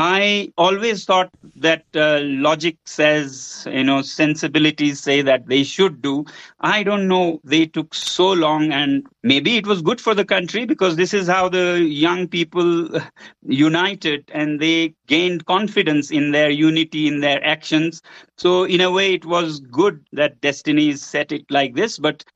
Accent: Ladakh, India; Normally, because I come from Ladakh, where there were protests and there were 4 people killed

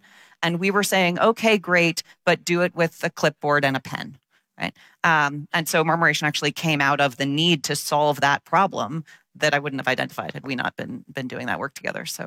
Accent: New York, United States; I'm born and raised in New York

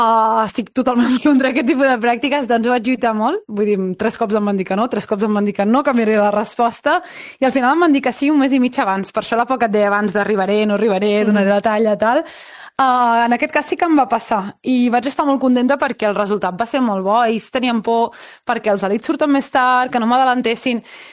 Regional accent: Vilassar de Mar, Catalonia, Spain

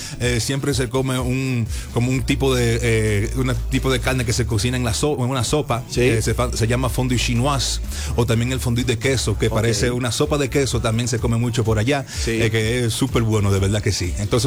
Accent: Switzerland; Yo nací y me crié en Suiza y resido en Suiza todavía.

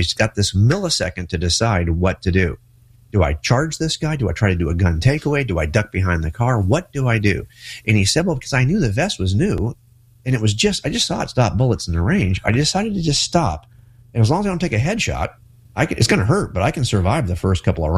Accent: California, United States

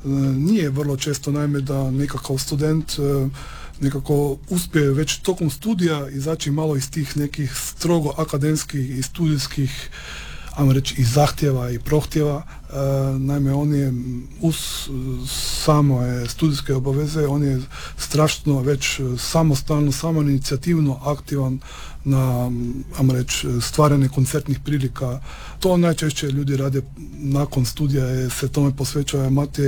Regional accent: Slovenia; now in Croatia; inače dolazim iz Slovenije, ali evo, studijski putevi su me nekako naveli na to da sam ostao evo tu u Istri i u Hrvatskoj.

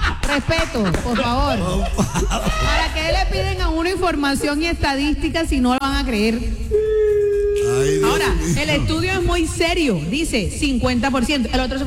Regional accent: Cartagena, Bolívar, Colombia; somos las cartageneras. Las cartageneras estamos como el caballo cochero, ciego, enfocadas en un solo hombre.

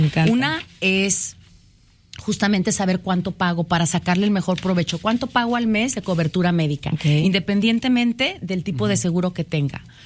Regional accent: Mexico; now in Wisconsin, United States; yo como mexicana, ¿no? Pero acá en Wisconsin

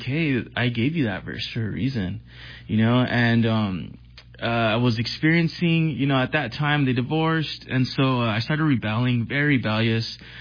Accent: California, United States; I grew up in Cali. My father is... basically came across the border from Mexico when he was 5.

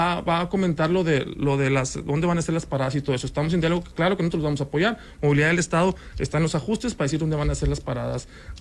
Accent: Monterrey, Nuevo León, Mexico; ya sabes cómo somos aquí los regios

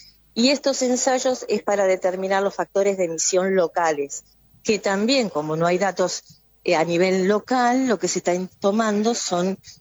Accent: Argentina

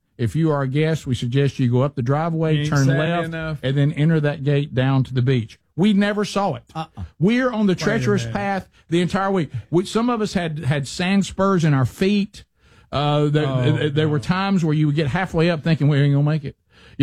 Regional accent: Alabama, United States; we're from Alabama.

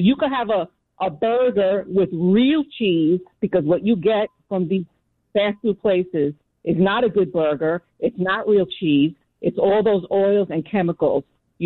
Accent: New York City, New York, United States; I'm from Washington Heights in the Bronx.

